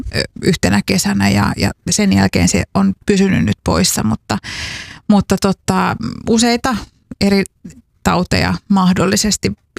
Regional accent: Central Finland, Finland; Mä oon siis itsekin Keski-Suomesta kotoisin ja siellä kyllä riittää näitä zoonooseja.

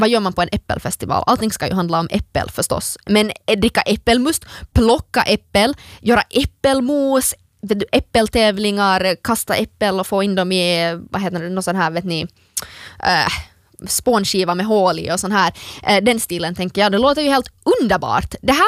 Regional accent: Finland; som finlandssvensk

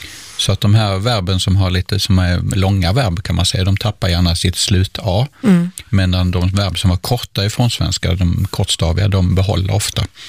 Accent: southern Sweden, Sweden; Och då är det så att i södra Sverige där jag kommer ifrån, då har vi bara det bakre sje-ljudet.

